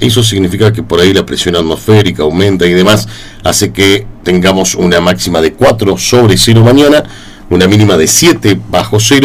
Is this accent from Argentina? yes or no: yes; Patagonia, Argentina; Somos patagónicos, estamos acostumbrados